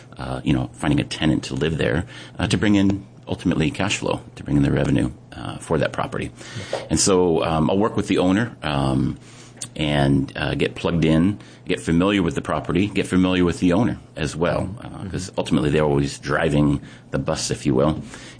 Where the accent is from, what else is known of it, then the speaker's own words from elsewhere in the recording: Apple Valley, California, United States; born there; moved away as an adult; now in Honolulu, United States; I was born in Apple Valley, California. It's a little town in the high desert of Southern California. And when I was about 23, I joined the Air Force. And my first and only tour was here in Hawaii.